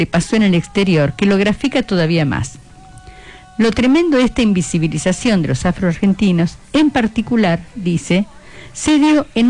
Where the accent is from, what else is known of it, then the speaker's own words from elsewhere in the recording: Argentina; me preguntó de dónde era. Y le dije, soy argentino.